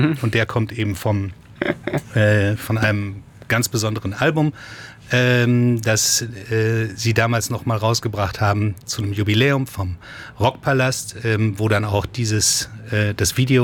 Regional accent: Hagen, North Rhine-Westphalia, Germany; Aber was jetzt kommt, ist eine Band aus meiner Heimatstadt Hagen.

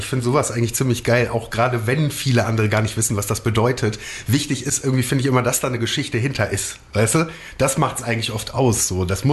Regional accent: Wuppertal, North Rhine-Westphalia, Germany; ich komme zwar nicht aus dem Oberbergischen, aber ich komme aus Wuppertal. Das ist auch das Bergische Land.

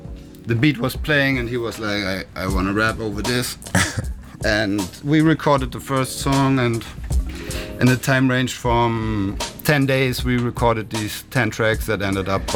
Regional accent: Cologne, North Rhine-Westphalia, Germany; English is a second language; I'm from Cologne and I make beats.

